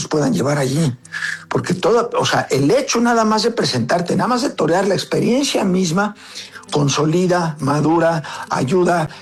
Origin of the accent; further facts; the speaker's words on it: Mexico; yo creo que debemos como mexicanos estar agradecidos